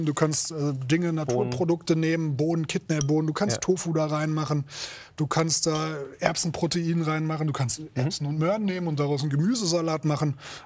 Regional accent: Northern Germany, Germany; Hessisch, ja, ich als Norddeutscher, ich komme da nicht so hinterher.

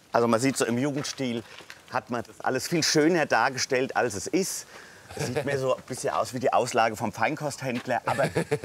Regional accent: Darmstadt, Hesse, Germany; Ja, natürlich, ich bin Darmstädter Gewächs und dann, das ist unser Gutstub.

